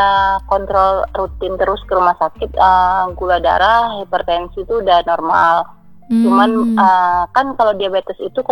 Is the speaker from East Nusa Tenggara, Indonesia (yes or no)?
no; Padang, West Sumatra, Indonesia; Iya, mama orang Padang, lahir besar di Padang. Karena juga lahir besar di Padang.